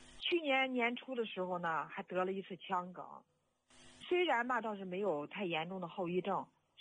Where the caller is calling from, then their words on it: Shijiazhuang, Hebei, China; 我是石家庄的一名退休老师。